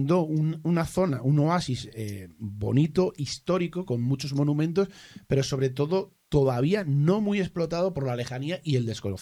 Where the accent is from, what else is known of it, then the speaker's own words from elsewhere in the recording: Spain; Porque verdaderamente España tenemos la desgracia...